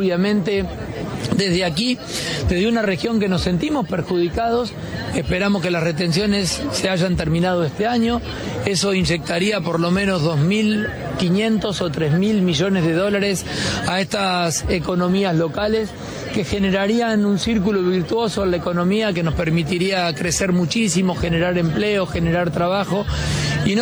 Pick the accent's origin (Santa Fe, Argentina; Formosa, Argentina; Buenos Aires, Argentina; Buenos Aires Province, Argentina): Santa Fe, Argentina; Santa Fe province; Nosotros somos la provincia de Santa Fe, la provincia más productiva de la República Argentina